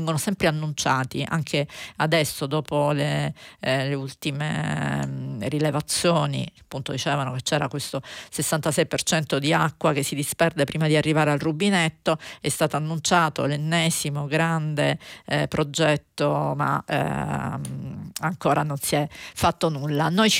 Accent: Calabria, Italy; moved away; Io sono calabrese, quindi sono particolarmente attenta alla mia regione d'origine.

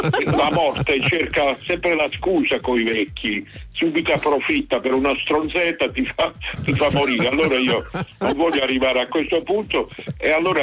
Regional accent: Apulia, Italy

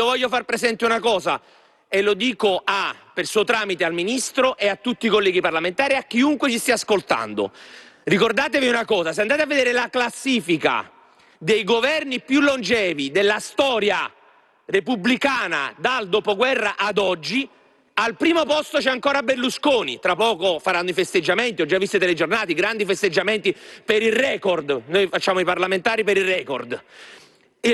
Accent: Sicily, Italy; certamente non ai siciliani, perché io sto sempre dalla parte del sud, non ho mai tradito la mia terra

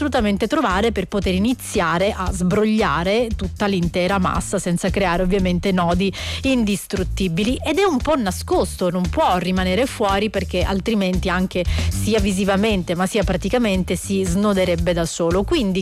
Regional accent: Sicily, Italy; io da buona siciliana amo il sole

